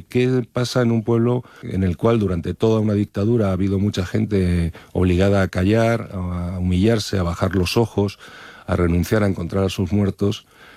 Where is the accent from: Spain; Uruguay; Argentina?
Spain; Madrid, Community of Madrid; yo soy de Madrid nunca tuve abuelitos con pueblo ni cosas de estas, soy muy urbanita.